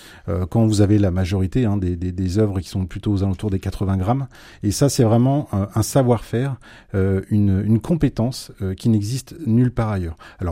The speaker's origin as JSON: {"language": "French", "region": "Hauts-de-France", "country": "France", "moved": "as an adult", "lives_now": "Alençon, France", "said": "Je pense que je viens de l'Oise. Le week-end, ma maison est sur Amiens, mais je découvre l'Orne semaine après semaine depuis 7 mois."}